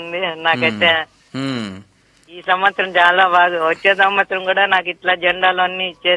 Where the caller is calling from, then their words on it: Kammuru, Andhra Pradesh, India; మాది కమ్మూరు గ్రామం, కుడేరు మండలం, అనంతపురం జిల్లా.